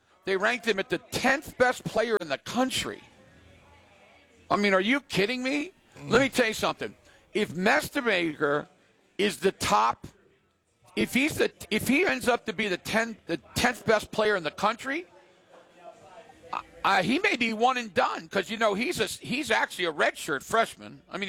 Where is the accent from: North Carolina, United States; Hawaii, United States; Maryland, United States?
Maryland, United States; moved away; I'm from Maryland.